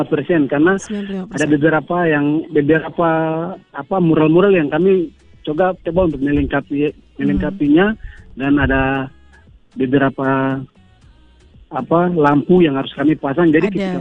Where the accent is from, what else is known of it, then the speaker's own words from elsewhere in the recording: Jayapura, Papua, Indonesia; kami tolak PSN sebagai orang asli Papua.